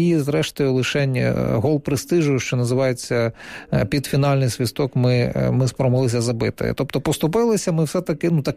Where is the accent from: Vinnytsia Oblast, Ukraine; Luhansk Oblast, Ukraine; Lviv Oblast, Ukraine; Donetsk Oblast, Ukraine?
Donetsk Oblast, Ukraine; Donetsk; Я з Донецька, але це не той випадок. Я, звичайно, вболіваю за «Шахтар» впродовж свого життя